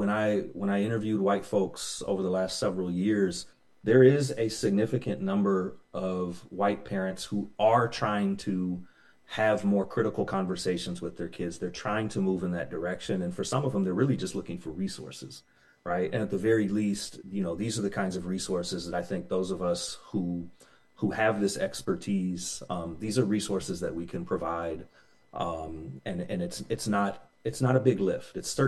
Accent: Kansas City, Missouri, United States; I grew up right off of the historic red line in Kansas City.

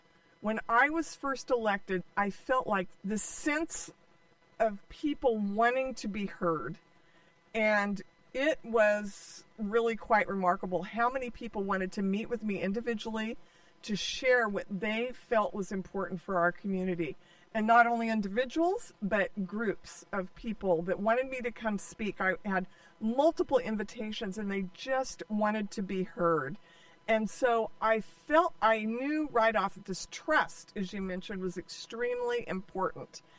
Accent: Modesto, California, United States; But the real bottom line of it all is I was born in Modesto. I was raised in Modesto.

